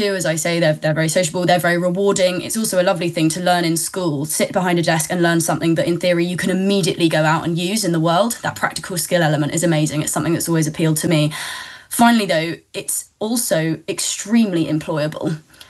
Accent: United Kingdom; first language English; Brits is that we're so shockingly monolingual.

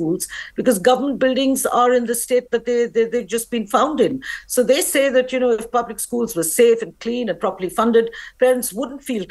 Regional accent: India; as an Indian commentator

